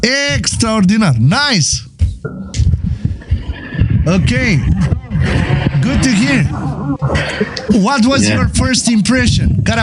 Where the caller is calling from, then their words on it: Bucharest, Romania; Din București vă sun.